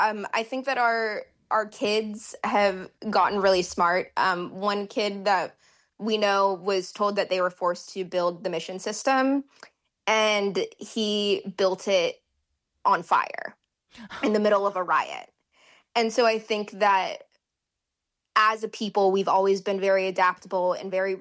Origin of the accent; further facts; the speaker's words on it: California, United States; when I was in school in my hometown, K through 12, there were some other California Indians that I had known, and there were very few of us